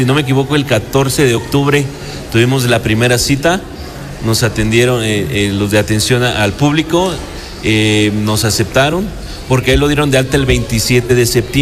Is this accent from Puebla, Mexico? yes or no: yes; Tlatlapanala, Puebla, Mexico; No, nosotros venimos de la Sierra Norte, un lugar que se llama Tlatlapanala. Ya nos quedamos aquí todo el año.